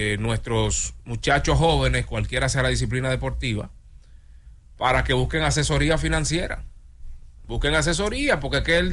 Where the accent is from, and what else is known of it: Dominican Republic